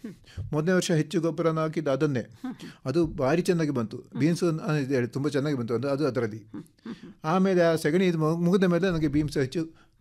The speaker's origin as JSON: {"language": "Kannada", "town": "Puttur", "region": "Karnataka", "country": "India", "tie": "born or raised there", "also_born_or_lived": "Chikkamagaluru district", "moved": "as an adult", "said": "ನಾನು ದಕ್ಷಿಣ ಪುತ್ತೂರಿನವನು. ಹೌದು, ಅಲ್ಲಿ ಕೃಷಿಕರ ನಾವು."}